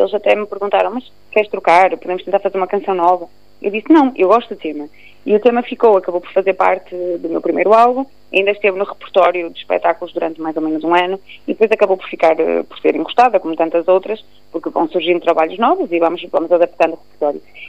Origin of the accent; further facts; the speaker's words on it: Minho, Portugal; eu estou a homenagear também as minhas raízes, como minhota que sou.